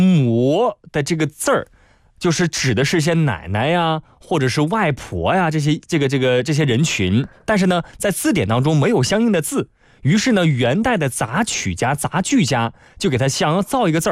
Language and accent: Chinese; northern China, China; 因为很多朋友像我作为北方人